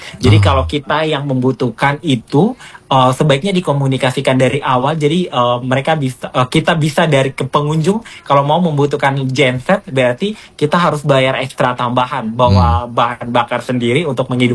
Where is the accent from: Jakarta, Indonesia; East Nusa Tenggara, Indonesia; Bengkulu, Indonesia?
East Nusa Tenggara, Indonesia; Jadi memang kalau kita suku Timor itu ada anyaman yang dipakai buat tutup masak makanan itu, ada namanya takak dan tudung.